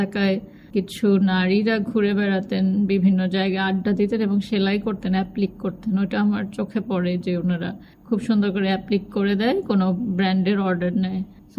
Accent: Tangail, Dhaka Division, Bangladesh; আমরা টাঙ্গাইলে বড় হয়েছি।

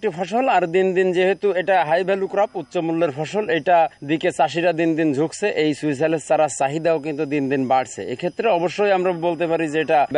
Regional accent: Khulna Division, Bangladesh; আমার বাড়ি খুলনা জেলা ডুমুরিয়া উপজেলা বরাতিয়া গ্রাম।

